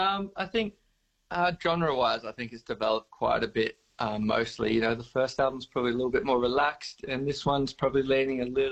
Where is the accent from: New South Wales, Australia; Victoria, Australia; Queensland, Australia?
Queensland, Australia; Sunshine Coast; growing up on the Sunshine Coast, we've obviously seen a lot of change there, the town build up a lot